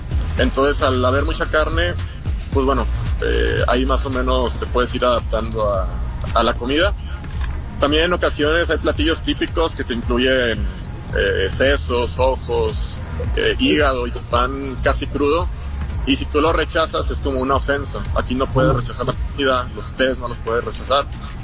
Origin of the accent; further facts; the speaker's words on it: Mexico; moved away as an adult; now in Mongolia; fui el primer mexicano en llegar aquí a Mongolia, de hecho yo era el único latino del equipo